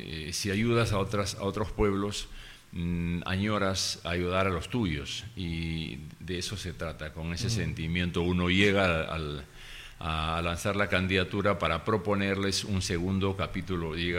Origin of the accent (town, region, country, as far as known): Cajaruro, Amazonas, Peru